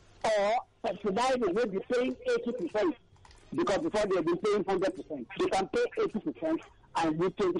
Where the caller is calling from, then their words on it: Abaranja, Nigeria; I'm calling from Abaranja